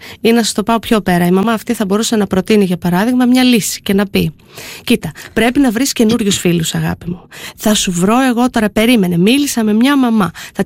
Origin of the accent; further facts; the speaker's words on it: Eastern Macedonia and Thrace, Greece; είμαι και από τη Θράκη